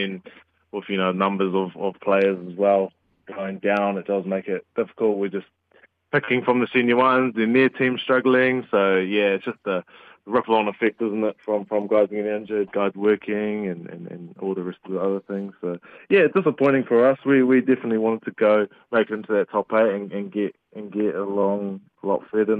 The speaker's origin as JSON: {"language": "English", "region": "Wellington", "country": "New Zealand", "tie": "born there"}